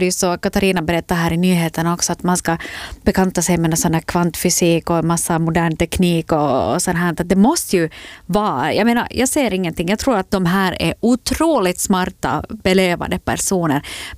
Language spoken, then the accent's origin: Swedish; Vaasa, Ostrobothnia, Finland; Här i min hemstad Vasa så var det faktiskt i morse